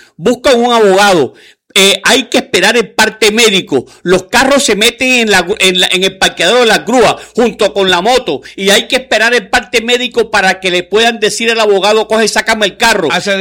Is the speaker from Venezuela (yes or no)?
yes; Venezuela; ¿Usted quién es? Yo soy venezolano.